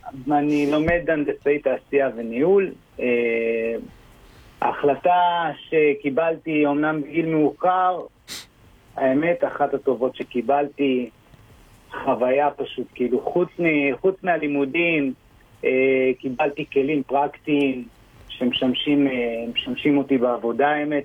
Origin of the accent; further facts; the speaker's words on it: Nahariya, Northern District, Israel; אני בן 44, מנהריה.